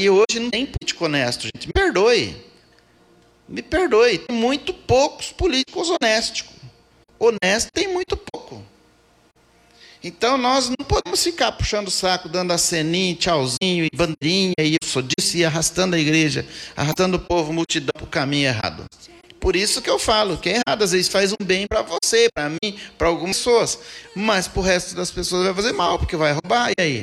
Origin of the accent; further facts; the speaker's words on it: Brazil; eu sou uma pessoa que eu sou brasileiro.